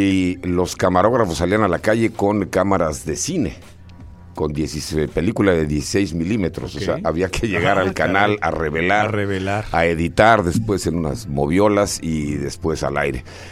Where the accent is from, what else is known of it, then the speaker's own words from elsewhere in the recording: Mexico City, Mexico; also born or lived in Chihuahua; now in Tijuana, Mexico; yo nací en Chihuahua, crecí en la Ciudad de México, mi madre de Sonora, mi padre de Guadalajara y tengo aquí ya 36 años.